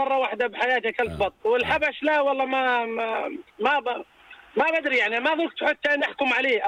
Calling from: Mafraq, Mafraq Governorate, Jordan; عندنا بالمفرقون

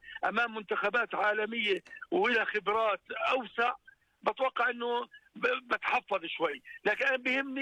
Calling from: Jordan; احنا كجمهور اردني

